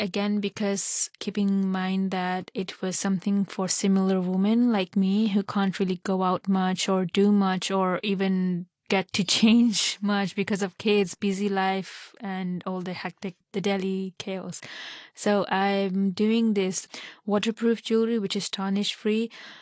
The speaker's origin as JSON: {"language": "English", "country": "Hong Kong", "tie": "born or raised there"}